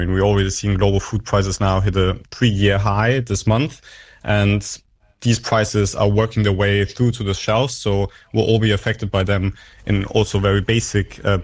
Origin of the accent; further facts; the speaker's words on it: Austria; in countries like Germany or my home country, Austria, where we've actually recorded record temperatures this summer.